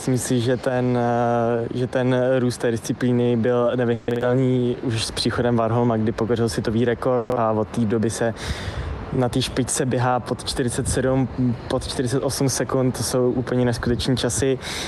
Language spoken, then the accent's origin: Czech; České Budějovice, South Bohemian Region, Czechia; Já jsem z Českých Bojovic, Luje z Tábora